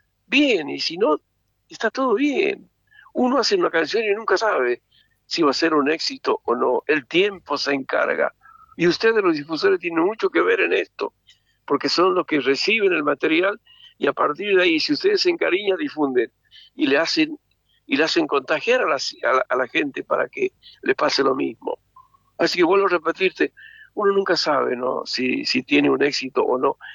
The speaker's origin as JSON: {"language": "Spanish", "country": "Argentina"}